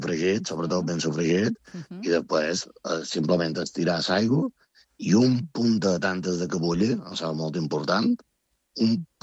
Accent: Balearic Islands, Spain; clar, nosaltres som de Menorca, sota ella, un poble petit... entre cometes, tots mos coneixem

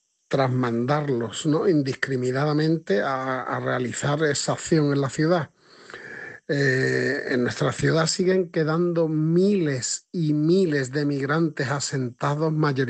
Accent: Ceuta, Spain; born there; now in Málaga province, Spain; caballa de nacimiento y fiel seguidor de nuestro club, la de Ceuta. Resido en la provincia de Málaga

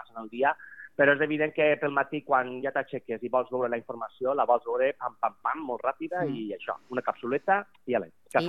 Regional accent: Albaida, Valencian Community, Spain; no només del meu poble, sinó tota aquesta contornada de les comarques centrals del País Valencià, és una meravella i convida que passeu per allà. I al meu poble heu de visitar, si aneu al Baida, el Museu Internacional de Titelles

